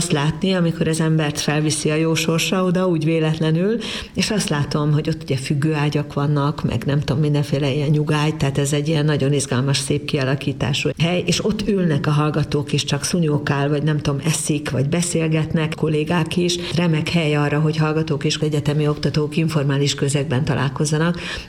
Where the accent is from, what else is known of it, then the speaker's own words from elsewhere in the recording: Debrecen, Hajdú-Bihar, Hungary; Ó, igen, hát én debreceni vagyok